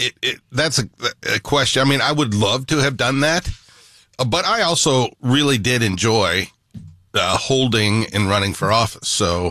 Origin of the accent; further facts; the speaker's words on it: St. Louis, Missouri, United States; I'm born and raised in St. Louis